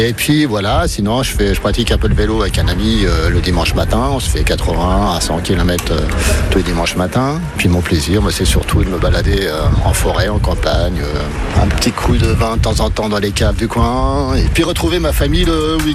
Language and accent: French; Jonches, Bourgogne-Franche-Comté, France; je suis de Jonche, donc à la commune à côté d'Auxerre, ex-mécanicien poids lourd et responsable d'atelier.